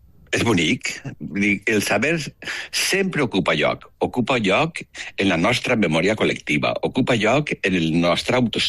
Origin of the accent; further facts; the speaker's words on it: Valencia, Valencian Community, Spain; sóc valencià de València